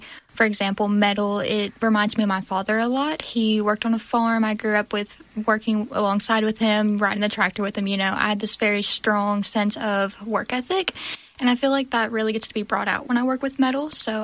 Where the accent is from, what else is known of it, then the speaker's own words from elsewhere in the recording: United States; Growing up in the Delta, there's a strong tradition of quilting.